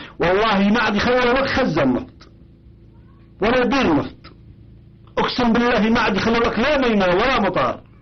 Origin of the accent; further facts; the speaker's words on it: Yemen; أنا يمني.